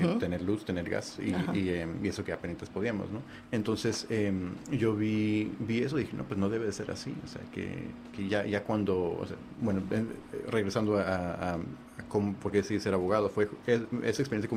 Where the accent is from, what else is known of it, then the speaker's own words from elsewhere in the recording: Mexico; Soy mexicano, mis papás nacieron crecieron en Tijuana